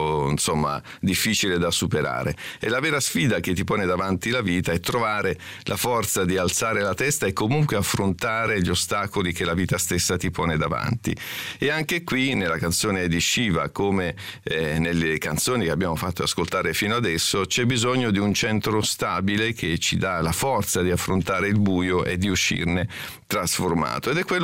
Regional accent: Calabria, Italy; dalla mia Calabria

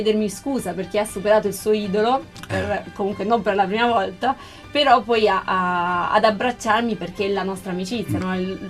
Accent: Mottola, Apulia, Italy; Mottola, provincia di Taranto.

